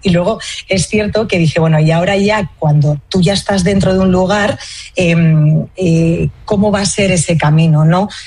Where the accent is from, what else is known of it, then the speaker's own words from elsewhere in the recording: Castile and León, Spain; yo soy leonesa, me siento muy leonesa, pero también tengo buena parte de la familia gallega